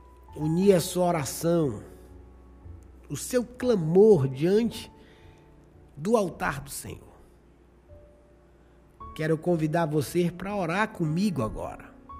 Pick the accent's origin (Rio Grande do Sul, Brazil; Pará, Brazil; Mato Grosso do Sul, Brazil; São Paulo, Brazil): Pará, Brazil; Belém; now in Roraima, Brazil; lá para Belém do Pará, lá para minha terra